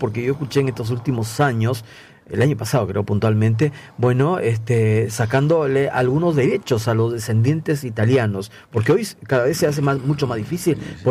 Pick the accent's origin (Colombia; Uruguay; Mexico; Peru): Peru; now in Argentina; Yo, saben la gente que no soy argentino, que soy de la comunidad peruana, yo soy peruano, y que nosotros somos poquitos